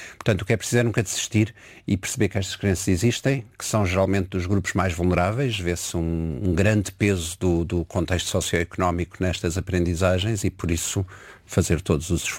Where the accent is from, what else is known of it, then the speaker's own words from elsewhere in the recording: Setúbal, Portugal; Eu sou setubalense, em Setúbal fala-se charruco, com as marcas dos R's e outras.